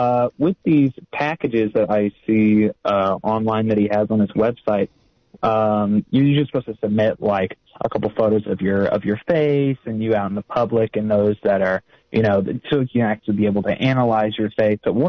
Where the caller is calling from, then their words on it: Illinois, United States; I'm in the midst of, Illinois here, tuning in live.